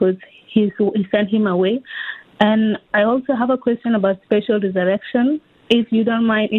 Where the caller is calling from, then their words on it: Calgary, Alberta, Canada; Oh, thank you so much, Pastor. I am from Canada.